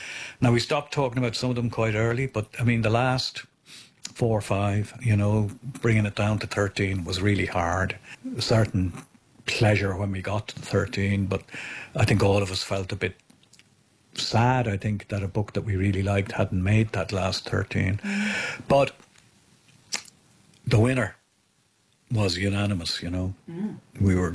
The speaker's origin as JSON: {"language": "English", "country": "Ireland", "said": "We were both in a little way outsiders being Irish"}